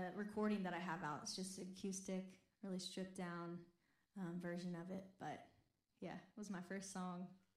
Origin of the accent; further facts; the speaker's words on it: Gettysburg, Pennsylvania, United States; Some of you may know I'm from Gettysburg, so it was kind of special to get to, you know, give a little nod to my hometown